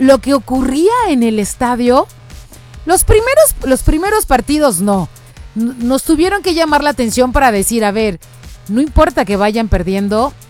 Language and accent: Spanish; Mexico; Así somos los mexicanos